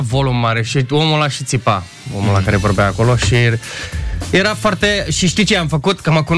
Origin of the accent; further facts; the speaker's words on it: Romania; sunt patriot, sunt un român adevărat.